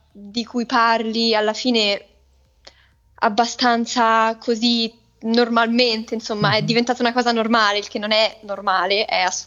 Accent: Lebanon; moved away as an adult; now in Italy; io ho vissuto tanto tempo in Libano, quindi mi ricordo, cioè tutta la mia adolescenza l'ho fatta in Libano.

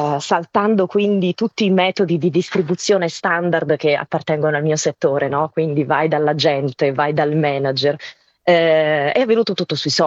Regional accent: Rome, Lazio, Italy; io sono di Roma, quindi quale patria per l'intrattenimento migliore della mia città?

